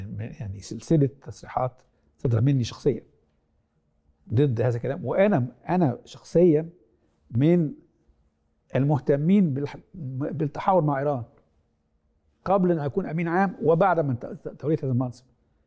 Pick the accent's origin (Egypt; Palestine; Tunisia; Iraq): Egypt; انا مصري طبعا النخاع